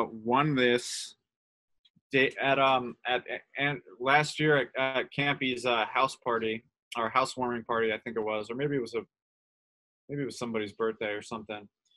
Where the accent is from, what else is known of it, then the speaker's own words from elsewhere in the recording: New York, United States; moved away; I grew up in New York, suburbs of New York, and like pretty affluent area.